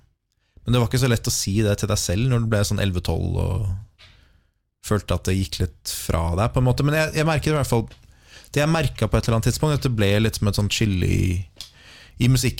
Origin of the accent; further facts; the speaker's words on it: Oslo, Norway; Jeg er vokst opp på Makrellbekken og Hovseter.